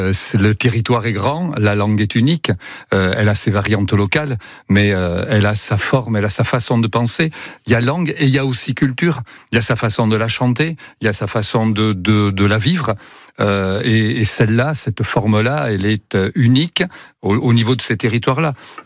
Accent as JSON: {"language": "French", "region": "Nouvelle-Aquitaine", "country": "France", "said": "chez nous en Béarn"}